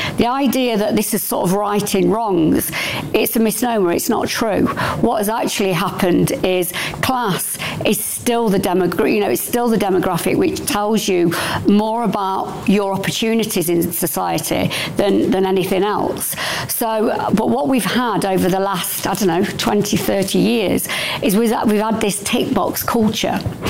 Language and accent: English; Sutton in Ashfield, East Midlands, United Kingdom; I'm from Sutton in Ashfield, where Lee Anderson is the MP. I come from a coal mining community. My family are all coal miners.